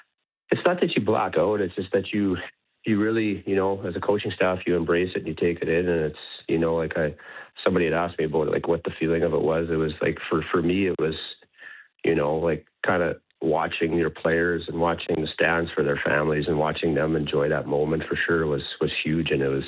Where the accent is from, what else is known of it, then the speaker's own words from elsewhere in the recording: Lac du Bonnet, Manitoba, Canada; I'm from Lac-de-Bonnie, which is an hour and a half away from Niverville